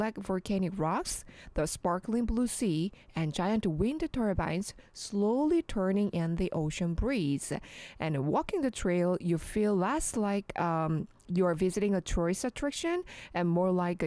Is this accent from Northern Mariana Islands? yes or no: no; Busan, South Korea; Oh no, I'm from Busan.